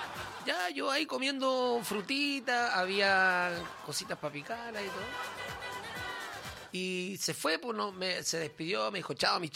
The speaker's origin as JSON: {"language": "Spanish", "country": "Chile", "said": "Bueno, que un chileno, soy chileno y más de alguna vez"}